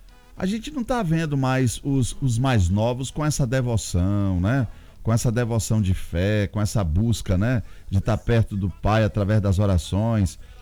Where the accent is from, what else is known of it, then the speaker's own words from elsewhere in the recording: Brazil; nós somos brasileiros, né, Zé?